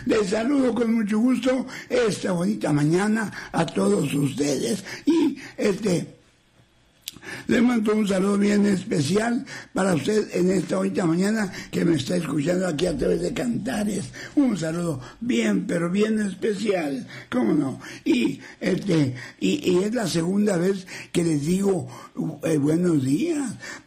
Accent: Coahuila, Mexico; born there; de Piedras Negras y cerca de ahí de Sabinas, Coahuila, también está bien cerca mi pueblo donde yo nací, San José del Agro, a Coahuila

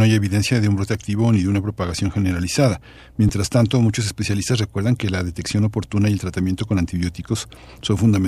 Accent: Mexico; nosotros como mexicanos

